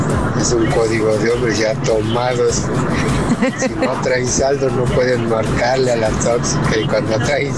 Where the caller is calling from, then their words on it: Lerma, State of Mexico, Mexico; de Lerma.